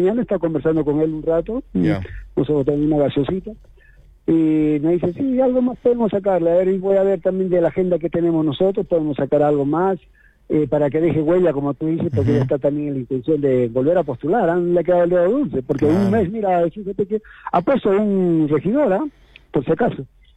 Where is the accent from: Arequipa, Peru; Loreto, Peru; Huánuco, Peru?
Arequipa, Peru; Cerro Colorado; nosotros que somos de Cerro Colorado.